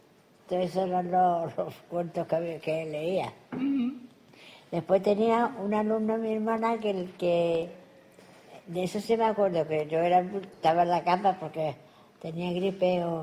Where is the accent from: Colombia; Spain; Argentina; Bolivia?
Spain; Seville, Andalusia; born there; nací en Sevilla en 1936.